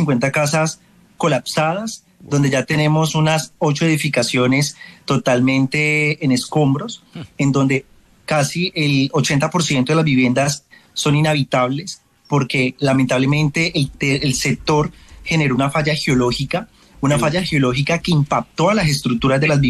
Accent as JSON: {"language": "Spanish", "region": "Valle del Cauca", "country": "Colombia", "said": "colombianos, somos vallecaucanos y somos berracos."}